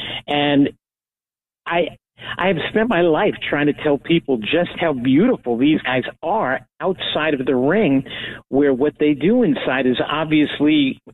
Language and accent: English; Long Island, New York, United States; I grew up on Long Island. I'm a Long Islander through and through and through.